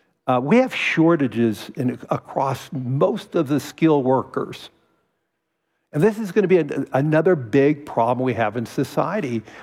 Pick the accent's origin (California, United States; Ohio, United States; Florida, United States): California, United States; Los Angeles; now in New York City, United States; I was born and raised in Los Angeles. New York's my adopted home.